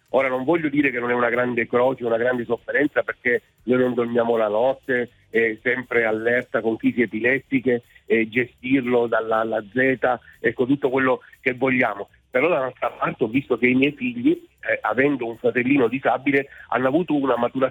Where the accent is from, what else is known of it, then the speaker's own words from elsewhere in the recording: Reggio Calabria, Calabria, Italy; moved away as an adult; now in Brescia, Italy; io sono nato e cresciuto a Reggio Calabria, ma ora da 20 anni vivo a Brescia.